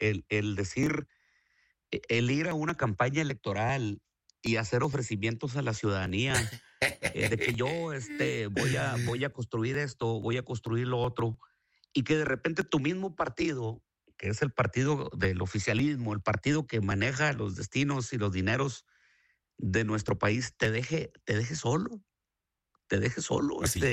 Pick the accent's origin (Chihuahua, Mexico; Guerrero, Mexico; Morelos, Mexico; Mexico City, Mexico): Chihuahua, Mexico; Jiménez; also born or lived in Parral; Soy de Jiménez, pero nací en Parral.